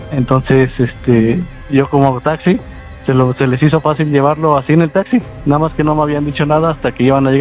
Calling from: Mexico City, Mexico; De aquí, de la Ciudad de México, trabajando.

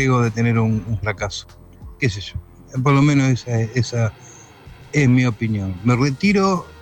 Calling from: San Justo, Argentina; de San Justo

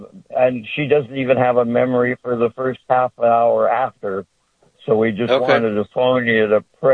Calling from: West Fargo, North Dakota, United States; I'm actually phoning from West Fargo.

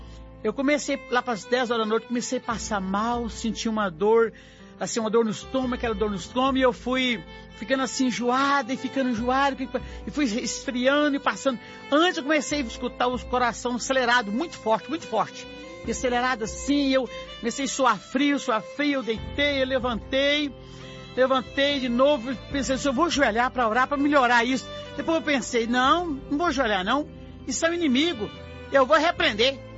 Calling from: Uberlândia, Minas Gerais, Brazil; Eu sou de Uberlândia, Minas Gerais

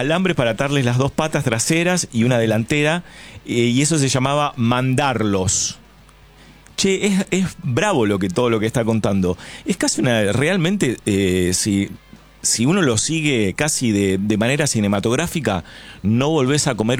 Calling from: Pinamar, Buenos Aires Province, Argentina; de Pinamar.

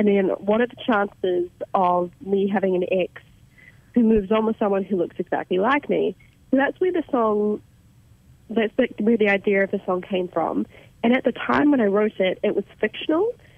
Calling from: Auckland, New Zealand; I'm calling from Auckland.

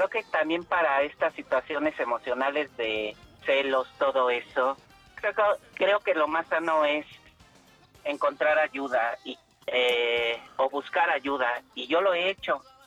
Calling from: Mexico City, Mexico; Desde la Ciudad de México.

